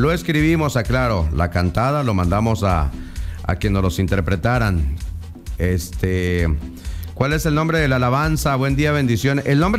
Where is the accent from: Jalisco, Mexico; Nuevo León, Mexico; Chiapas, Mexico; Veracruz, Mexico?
Chiapas, Mexico; Chapultenango; moved away; allá con toda mi gente de Chapultenango, Chiapas.